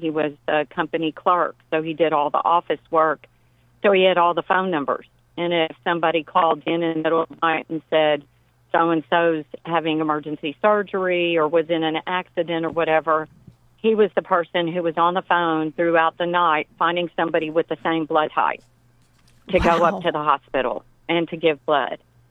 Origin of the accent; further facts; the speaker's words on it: Sealy, Texas, United States; I'm actually from Seely, mm-hmm. Texas, which is about 20 miles east of Columbus.